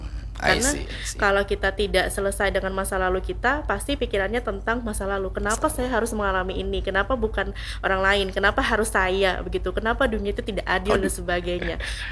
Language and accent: Indonesian; South Kalimantan, Indonesia; baru kita alihkan sebentar ketika dia sudah di kita orang Banjar tuh besisigan gitu ya.